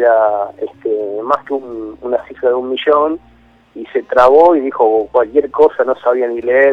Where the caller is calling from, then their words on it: Rosales, Argentina; de Rosales.